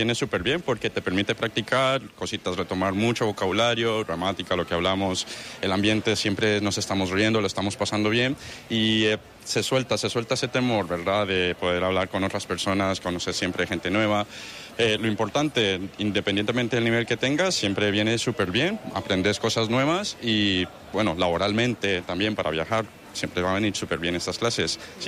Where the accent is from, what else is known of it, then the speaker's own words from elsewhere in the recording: Costa Rica; moved away; soy de Costa Rica